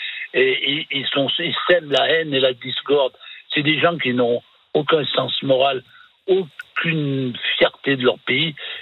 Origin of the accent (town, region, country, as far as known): France